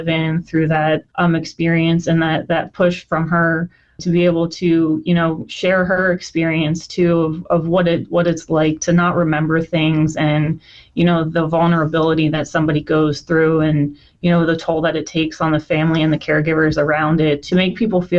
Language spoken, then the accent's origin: English; New Jersey, United States; moved away as an adult; now in Las Vegas, United States; I was originally from New Jersey, and it's affected my family there. So I started there. And then when I moved here about 14 years ago